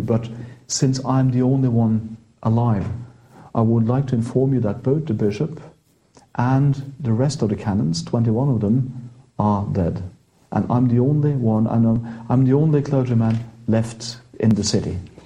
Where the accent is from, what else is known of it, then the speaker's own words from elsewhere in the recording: Norway; first language Norwegian; English is a second language; And I then do it in my native language, Norwegian.